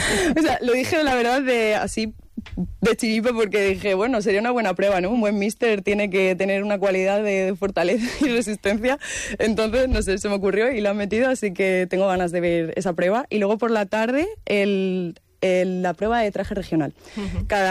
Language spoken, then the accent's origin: Spanish; Don Benito, Extremadura, Spain; Yo soy de Don Benito, pero Medellín, Don Benito está al lado prácticamente.